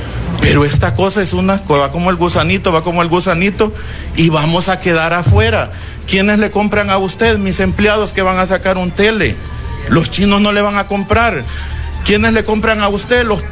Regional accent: Olancho, Honduras; Y como olanchanos, todo mundo que sale cuando dice dónde sos, soy de Olancho.

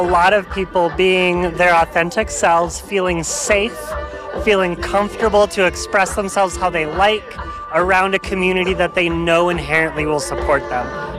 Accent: Montrose, Colorado, United States; my hometown

